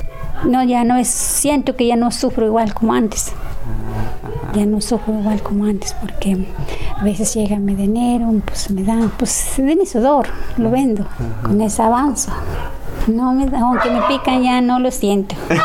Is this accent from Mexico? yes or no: yes; Nuevo Chintipán, Veracruz, Mexico; soy de Nuevo Chintipán.